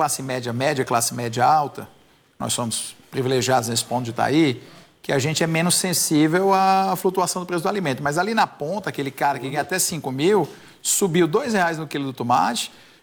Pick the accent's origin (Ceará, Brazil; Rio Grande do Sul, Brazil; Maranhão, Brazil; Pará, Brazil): Ceará, Brazil; Eu sou cearense